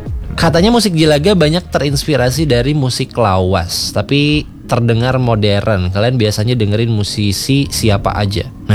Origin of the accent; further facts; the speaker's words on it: Bandung, West Java, Indonesia; kebetulan aku orang Cijerah juga.